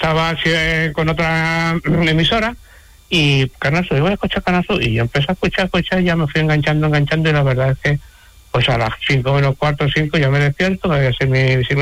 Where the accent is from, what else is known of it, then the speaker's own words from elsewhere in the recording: Prado del Rey, Andalusia, Spain; Yo sí, sí, soy de Prado de Rey.